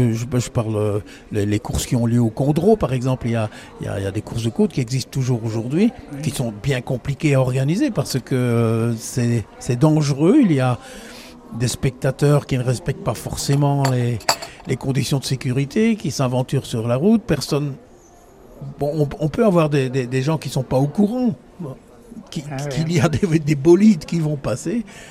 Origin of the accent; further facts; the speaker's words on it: Belgium; lorsqu'ils savent que nous sommes belges et qu'on s'intéresse aux voitures